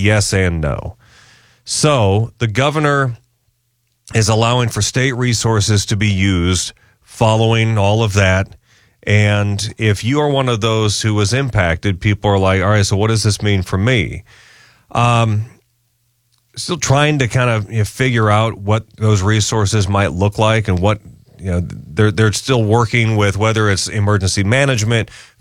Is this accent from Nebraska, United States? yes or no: yes; Omaha, Nebraska, United States; since I've been back here in my hometown of Omaha on this radio station for the last 20 years